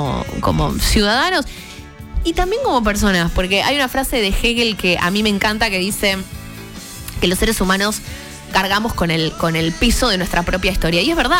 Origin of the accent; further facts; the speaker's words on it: Argentina; esto que somos, que es Argentina